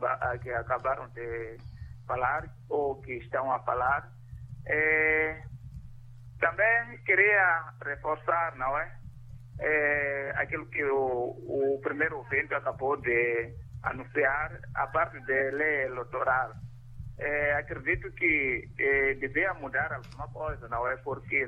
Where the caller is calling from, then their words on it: Vilankulo, Inhambane, Mozambique; falo de Vilanculo.